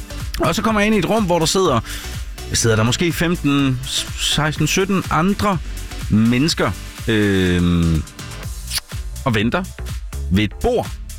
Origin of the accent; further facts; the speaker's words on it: Aarhus, Central Denmark Region, Denmark; born there; altså jeg er født i Aarhus, men jeg ved ikke lige.